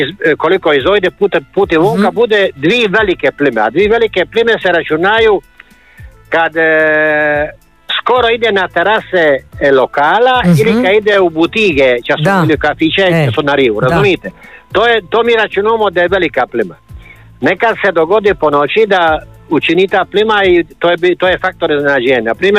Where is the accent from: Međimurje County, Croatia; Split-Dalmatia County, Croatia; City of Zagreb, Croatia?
Split-Dalmatia County, Croatia; Stari Grad; me živemo cijeli život u Storigrad